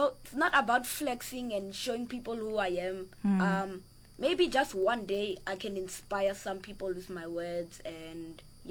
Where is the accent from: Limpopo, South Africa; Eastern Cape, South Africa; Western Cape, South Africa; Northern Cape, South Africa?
Limpopo, South Africa; I'm originally from Limpopo unfortunately I cannot speak Pedi but I am trying to learn it